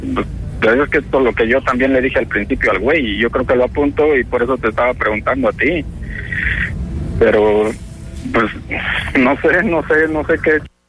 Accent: Mexico; Pero si yo le estoy diciendo que soy mexicano, entienda.

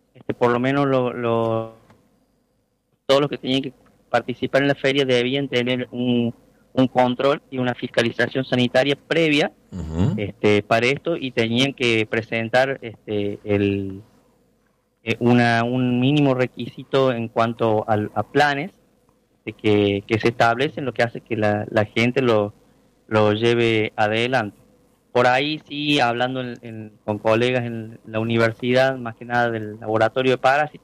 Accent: Argentina

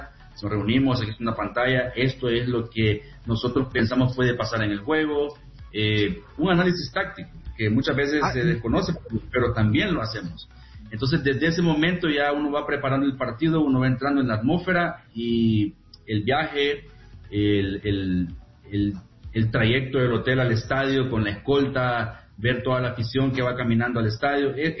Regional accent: Santa Ana, El Salvador; Bueno, como soy de Santa Ana, yo entreno en las canchas del Taex Finca Modelo

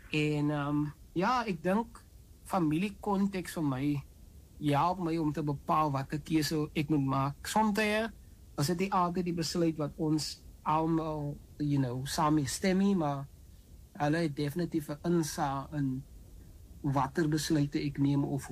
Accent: Macassar, Western Cape, South Africa; is 'n laaitie, soos ek nou sal noem, van Makassar en groot geword, skool gegaan, Oklahoma primair en dan hoërskool, Makassar hoër en ek het dan nie, soos hulle noem, in die blokke groot geraak, in die flats, en ja, baie plat op die aarde groot geword

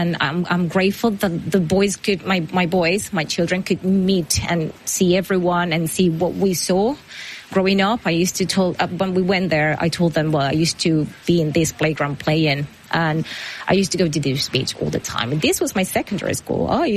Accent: La Guaira, Venezuela; born or raised there; moved away

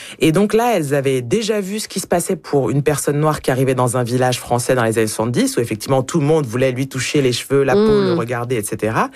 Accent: France; born there; moi je suis née sous X en France

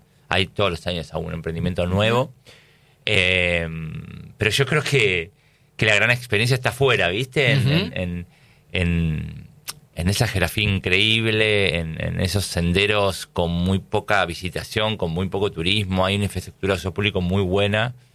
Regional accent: Buenos Aires, Argentina; born there; accent: porteño; moved away as an adult; also born or lived in Patagonia; now in Los Antiguos, Argentina; me siento ciudadano del mundo, ¿no? O sea, nací en Buenos Aires, vivo en Patagonia hace 20 años. Cuando estoy allá, tengo acento porteño, me dicen.

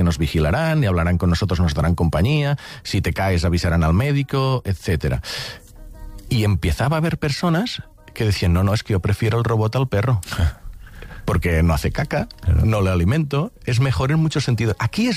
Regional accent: Catalonia, Spain

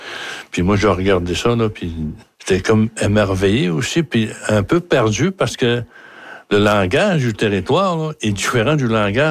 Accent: Sept-Îles, Quebec, Canada; born there; Je suis né, ben, à Sept-Îles, pas loin de Sept-Îles, là. Puis, j'étais au pensionnat.

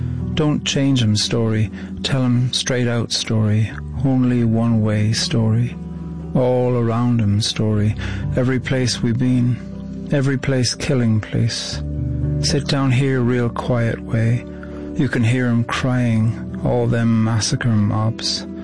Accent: Ireland; I'm from Ireland and I'm a poet.

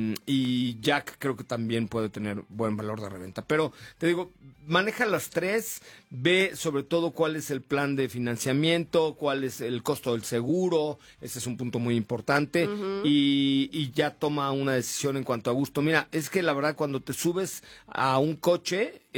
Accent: Mexico City, Mexico; born there

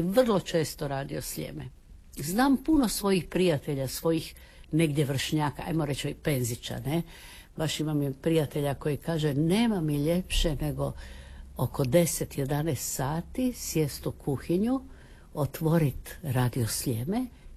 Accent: Split, Split-Dalmatia County, Croatia; born there; also born or lived in Imotski / Zagreb; Bez obzira, rođena sam u Splitu, valjda sam i tih dvije godine živjela u tom Imotskom.

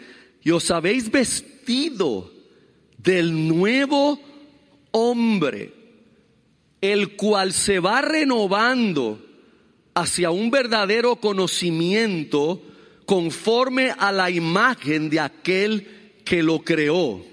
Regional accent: Puerto Rico; nosotros seguimos siendo boricuas

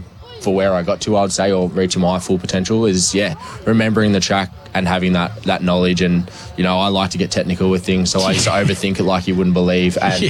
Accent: Melbourne, Victoria, Australia; So I'm a Melbourne boy, and I was, got a few training tracks up here.

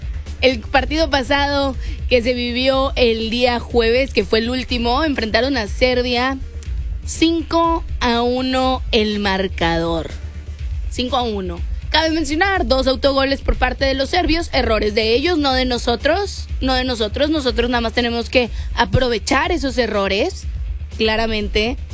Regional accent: Mexico; ese 12º jugador que somos todos nosotros mexicanos, que estamos recibiendo en casa

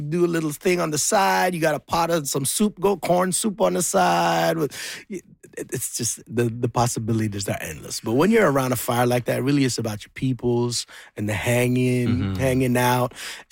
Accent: Edmonton, Alberta, Canada; Man, I love that you said this, you know, because I grew up in Edmonton.

